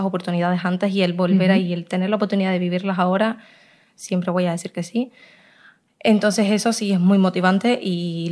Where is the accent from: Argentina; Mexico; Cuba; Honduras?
Cuba; now in Spain; yo no soy de aquí de España, entonces en mi país, que es Cuba, hay muy pocas oportunidades